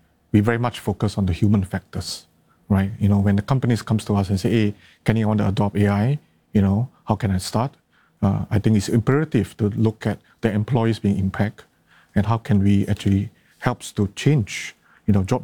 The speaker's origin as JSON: {"language": "English", "country": "Singapore", "said": "Then I think being a Singaporean, so I'm being an entrepreneur"}